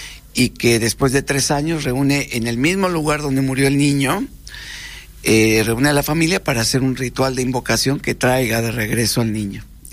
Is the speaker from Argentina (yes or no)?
no; Salto, Uruguay; porque vivimos ahí, somos de Salto.